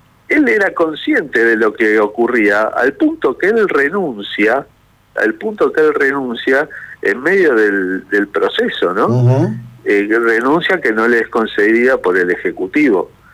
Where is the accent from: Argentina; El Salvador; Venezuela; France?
Argentina